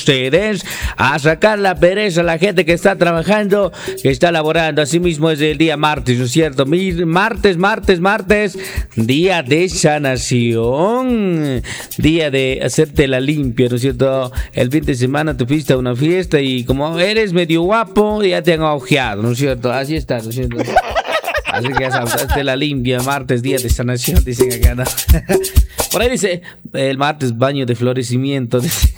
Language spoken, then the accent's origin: Spanish; Ecuador; esta es la cumbia de mi tierra